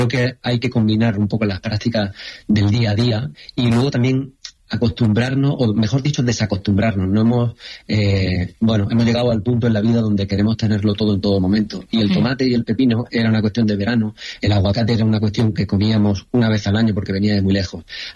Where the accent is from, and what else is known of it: Jaén, Andalusia, Spain